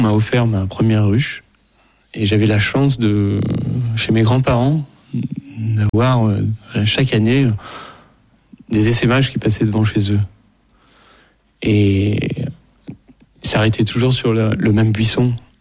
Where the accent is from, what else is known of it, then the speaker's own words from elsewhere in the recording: Auvergne-Rhône-Alpes, France; also born or lived in Lyon; j'ai grandi en Ardèche